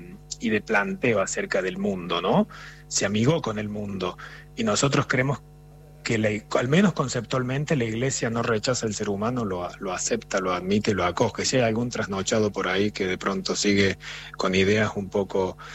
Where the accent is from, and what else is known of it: Argentina